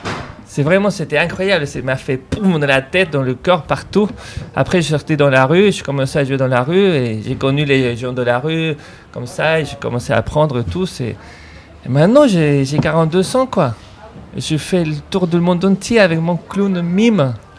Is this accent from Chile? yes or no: yes; Chile; moved away as an adult; now in France; moi, je viens de Chili. Oui, il y a quelques années, on a débarqué ici en France.